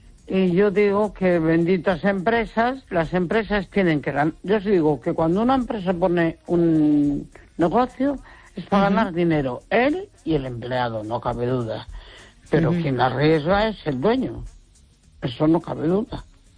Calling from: Neda, Galicia, Spain

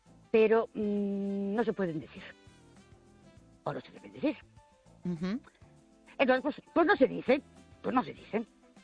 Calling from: Ourense, Galicia, Spain; Buenas noches … de Ourense.

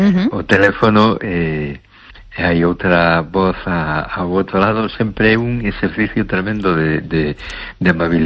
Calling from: A Coruña, Galicia, Spain; de Coruña. ¿Qué tal estamos?

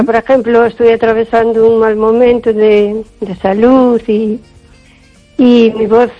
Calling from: O Carballiño, Galicia, Spain; de Carballiño.

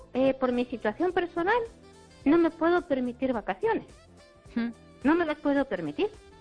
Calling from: Ourense, Galicia, Spain; de Orense.

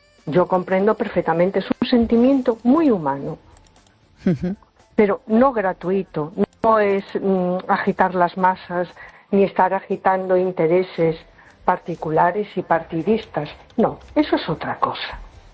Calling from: A Coruña, Galicia, Spain; de Coruña.

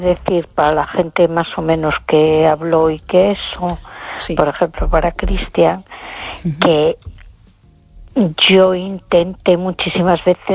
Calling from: A Coruña, Galicia, Spain; de Coruña.

